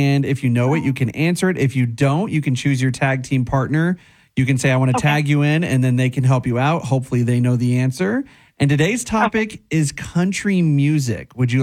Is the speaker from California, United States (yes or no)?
no; Oklahoma, United States; moved away; But I'm from Oklahoma